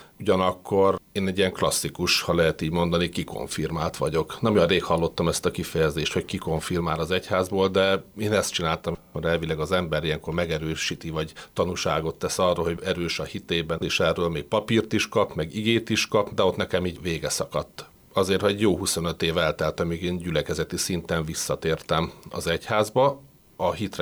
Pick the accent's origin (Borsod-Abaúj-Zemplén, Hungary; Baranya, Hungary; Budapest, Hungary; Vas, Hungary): Budapest, Hungary; Én Budapesten születtem, itt nőttem föl, jártam hittanra, tehát a Bécsi kaputér volt nekem úgymond a kezdő anyagyülekezetem. Ott konfirmáltam Balicza Ivánnál